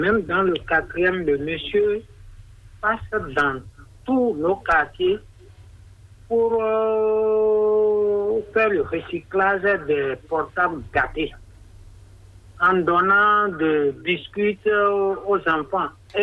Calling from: Benin; J'appelle toujours de Soyadine.

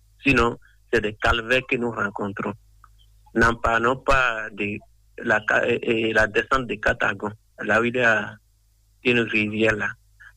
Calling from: Avrankou, Ouémé, Benin; Je suis à Vrancou

